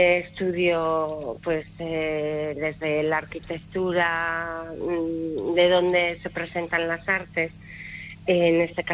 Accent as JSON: {"language": "Spanish", "town": "Valladolid", "region": "Castile and León", "country": "Spain", "also_born_or_lived": "Madrid, Spain / London, United Kingdom", "moved": "yes", "said": "y ahí soy de Valladolid. En Valladolid había una asociación de malabaristas y bueno, me empecé por ahí, tendría 14, 15 años, y luego ya fui a Madrid en el 99 a estudiar."}